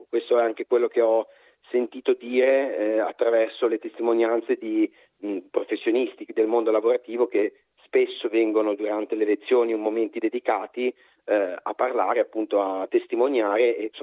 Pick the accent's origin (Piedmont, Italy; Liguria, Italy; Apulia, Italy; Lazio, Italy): Liguria, Italy; Genoa; Io vengo da Genova, quindi sono anch'io studente fuori sede